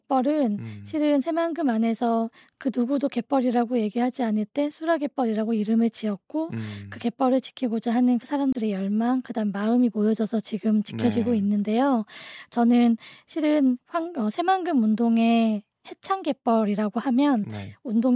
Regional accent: Buan, North Jeolla, South Korea; 저는 지역이 부안이었어요. 사는 공간이 부안이었고

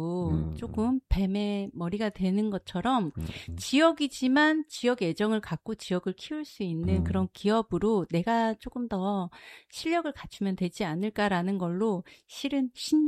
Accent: Seoul, South Korea; now in Jeonju, South Korea; 제가 원래는 서울에서 고향이 서울이거든요. 그래서 전주에 있다가 창업을 하게 됐는데

